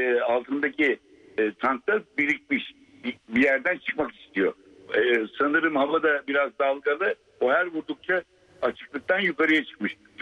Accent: Istanbul, Turkey; Ben Alman ekolünde büyüdüm, İstanbul'da istediğim ben.

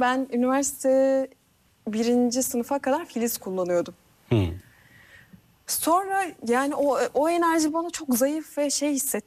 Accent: Turhal, Tokat, Turkey; also born or lived in Mersin; Mersin doğumluyum ama benim çocukluğum ilkokuldan ortaokula kadar Tokat'ın Turhal ilçesinde geçti.

